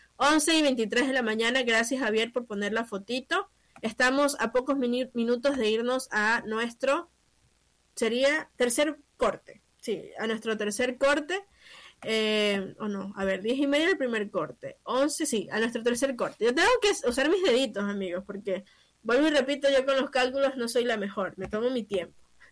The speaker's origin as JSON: {"language": "Spanish", "country": "Ecuador", "said": "para nosotros como ecuatorianos."}